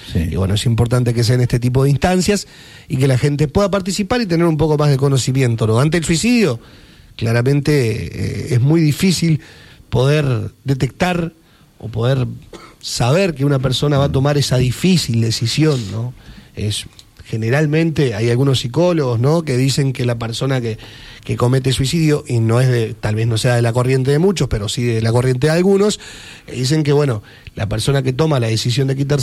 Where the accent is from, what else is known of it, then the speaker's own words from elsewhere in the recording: Uruguay; yo pertenezco a esta comunidad, somos uruguayos, vamos arriba, estamos en el Mundial